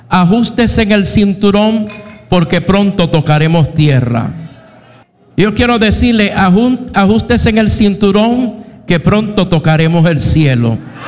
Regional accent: Puerto Rico; first language Spanish; decidí nacer en Puerto Rico. Por gracia, por misericordia, pues somos puertorriqueños del Caribe y nuestro idioma principal es el español.

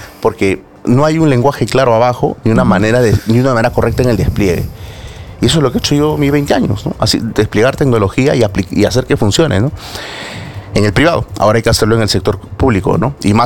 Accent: Lima, Peru; Yo vengo de Villasalor

